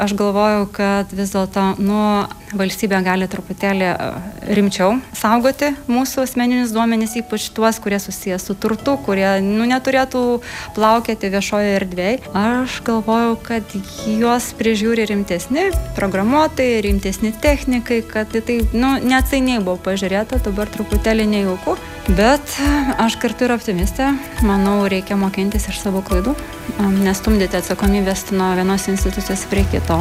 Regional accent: Samogitia, Lithuania; aš pati kilusi iš Žemaitijos. Man įdomu sužinoti daugiau apie miestelius, iš kurių aš pati esu kilusi, aš pati iš mažo miestelio Žemaitijoje.

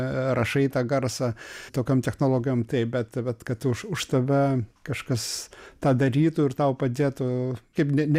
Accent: Vievis, Vilnius County, Lithuania; Mes netgi beveik iš to pačio rajono, jisai iš Trakų, aš iš Vievio. Kažkada trakai buvo... Vievis buvo Trakų rajone, dabar Elektrėnų, aišku, savivaldybėj

